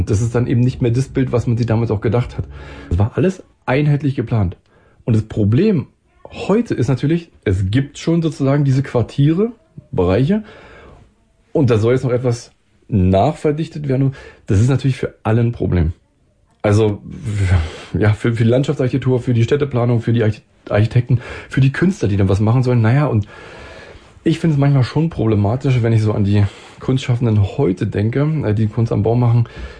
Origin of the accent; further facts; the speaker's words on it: East Germany, Germany; born there; Ich bin ja auch im Land geboren, was es gar nicht mehr gibt, wenn du so willst.